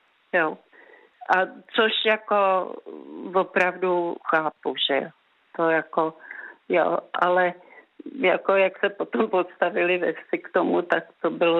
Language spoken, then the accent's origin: Czech; Skryje, Central Bohemian Region, Czechia; Ne, já pocházím ze Skrej